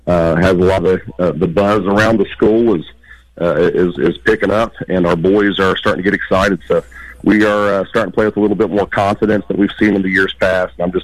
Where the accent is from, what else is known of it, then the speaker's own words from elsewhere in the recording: Bolt, West Virginia, United States; I'm from right there in Bolt, foot of Bolt Mountain.